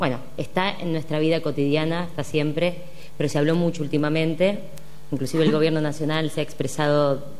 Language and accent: Spanish; Argentina; Yo soy argentina